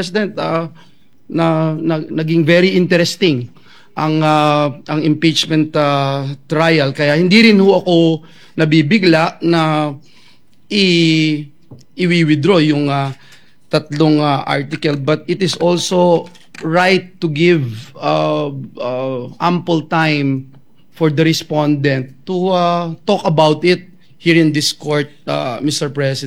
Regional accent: Bulacan, Central Luzon, Philippines; sabi ho ng matatanda sa amin sa Bulacan

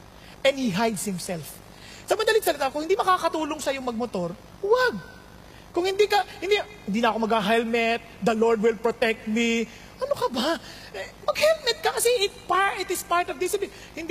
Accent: Marikina, Metro Manila, Philippines; kasi mahilig ako magmura, Marikeño ako eh. Marikeño, alam niyo sa Marikina.

